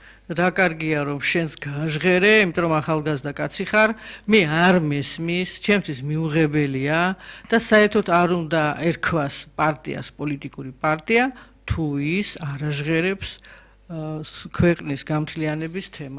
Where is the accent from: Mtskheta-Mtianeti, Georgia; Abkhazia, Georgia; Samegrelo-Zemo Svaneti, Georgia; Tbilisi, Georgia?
Abkhazia, Georgia; Sukhumi; born there; moved away; სოხუმში დაბადებული ადამიანი ამდენი წელი პოლიტიკაში ვარ.